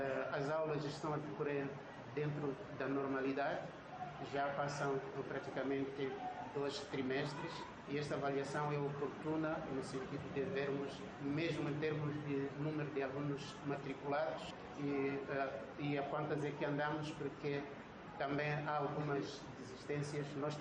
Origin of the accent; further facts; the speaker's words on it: Mozambique; todos nós, como moçambicanos, como cidade de Maputo em particular.